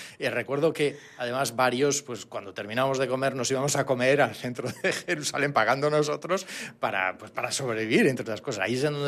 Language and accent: Spanish; Galicia, Spain